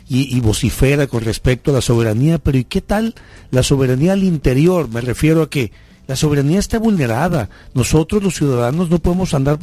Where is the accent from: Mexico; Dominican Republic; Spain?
Mexico; me siento como mexicano vulnerable.